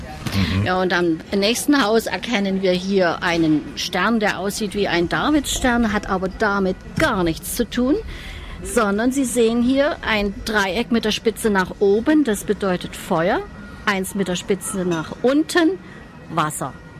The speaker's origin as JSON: {"language": "German", "town": "Meißen", "region": "Saxony", "country": "Germany", "tie": "born or raised there", "said": "Ich freue mich, dass wir bei diesem fast strahlend blauen Himmel meiner Heimatstadt jetzt kennenlernen werden. Ich bin hier geboren und ich lebe sehr gerne hier."}